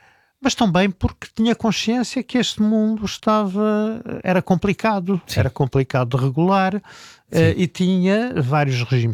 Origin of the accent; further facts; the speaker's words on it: Redondo, Alentejo, Portugal; accent: Alentejo; Não, eu vinha do Redondo. E no Redondo eu falava como os redondenses, desta maneira.